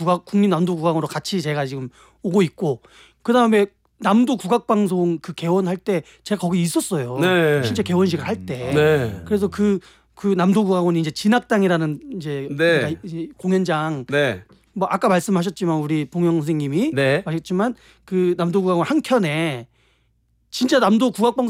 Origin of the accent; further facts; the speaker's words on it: Mokpo, South Jeolla, South Korea; 네, 제가 목포가 고향이라서 목포에서 지금 출퇴근하고 있습니다.